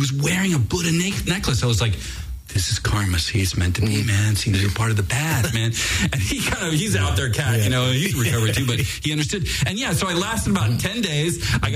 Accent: United States; I wasn't raised and born and raised in India. I'm an American

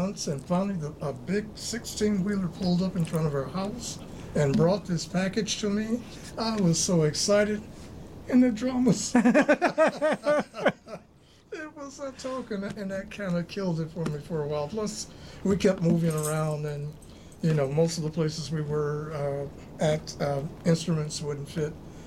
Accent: Oakland, California, United States; Oh, I was born in California, Oakland

